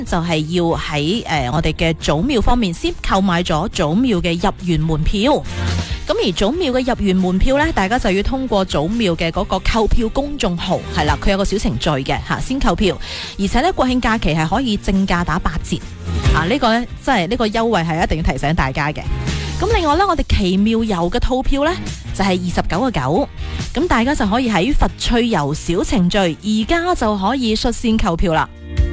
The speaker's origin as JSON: {"language": "Cantonese", "town": "Foshan", "region": "Guangdong", "country": "China", "said": "身为佛山人"}